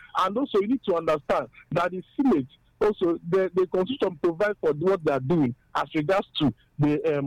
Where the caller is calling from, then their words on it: Nigeria; I'm calling from Obelago, and I'm a local government.